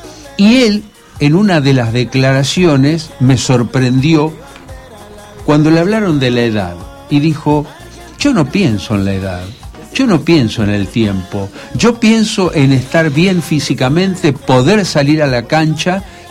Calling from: Argentina; somos argentinos

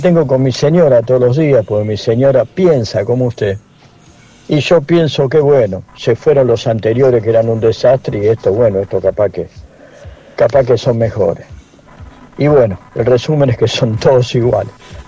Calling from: Berazategui, Buenos Aires Province, Argentina; soy de Verazategui

